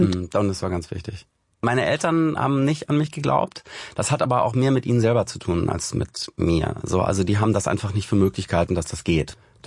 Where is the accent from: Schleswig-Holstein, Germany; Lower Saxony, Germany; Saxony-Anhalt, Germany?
Schleswig-Holstein, Germany; Bad Schwartau; born there; moved away; also born or lived in Hamburg; blicke nicht freudvoll auf meine Zeit in Bad Schwartau zurück. Ich habe das häufig, also ich bin ja auch nach der Trennung mit meiner Mutter dort erst hingezogen. Ich bin eigentlich Hamburger.